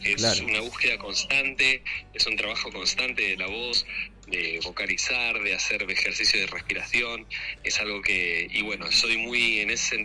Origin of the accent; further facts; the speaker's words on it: Mar del Plata, Buenos Aires Province, Argentina; moved away as an adult; de muy joven, a los 21, me fui de la Argentina. Yo soy argentino de Mar del Plata. Así que me fui de la Argentina y empecé a recorrer el mundo